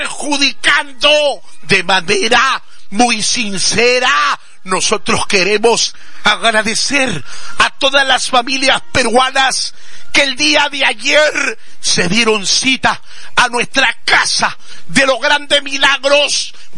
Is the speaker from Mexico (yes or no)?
yes; Mexico; Pero nosotros, como espiritistas, como macumberos mexicanos que somos